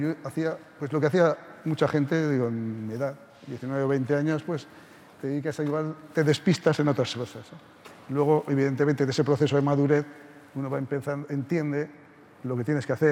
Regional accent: Haro, La Rioja, Spain; mi pueblo es Aro, en La Rioja, fantástico. Se come y se bebe muy bien y hay muy buena gente.

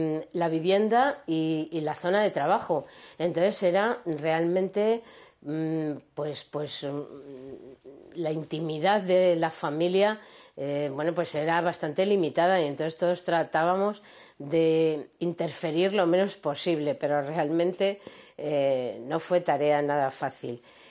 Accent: Spain

